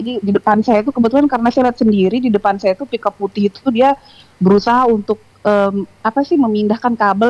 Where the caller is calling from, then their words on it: West Nusa Tenggara, Indonesia; keluhan kita sebagai warga Ireng. Kebetulan saya tuh tinggalnya di Ireng, cuman sekarang lagi di Ampenan.